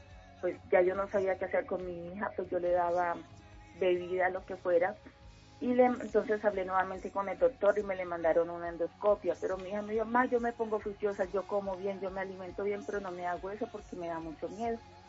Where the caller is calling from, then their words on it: Armenia, Quindío, Colombia; En la ciudad de Armenia, Daniel.